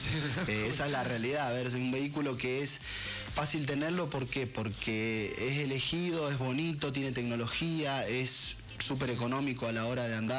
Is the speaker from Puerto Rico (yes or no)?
yes; Puerto Rico; Soy de las... soy sangre latina, puertorriqueña.